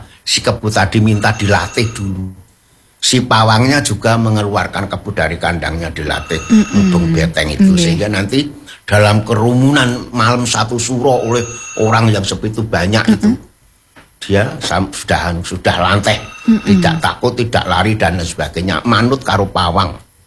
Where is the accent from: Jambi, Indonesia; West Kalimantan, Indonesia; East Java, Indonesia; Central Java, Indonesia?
Central Java, Indonesia; Boyolali; Saya kan orang Boyolali.